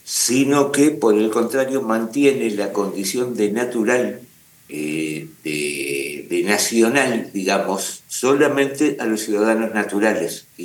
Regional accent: Paraguay; Yo viajo con un pasaporte uruguayo que dice que soy ciudadano de Uruguay, pero natural de Paraguay.

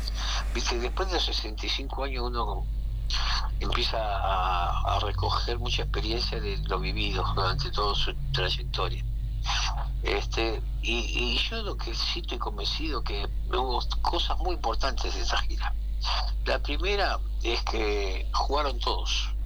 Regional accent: Uruguay; Viste como somos los uruguayos

